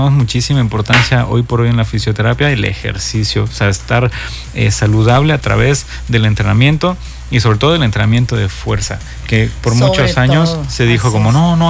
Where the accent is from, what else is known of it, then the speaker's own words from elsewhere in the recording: Mérida, Yucatán, Mexico; yo soy de la ciudad de Mérida, soy yucateco.